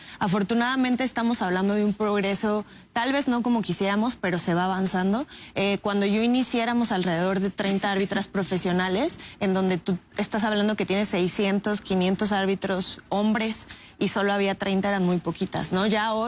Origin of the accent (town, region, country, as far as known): Mexico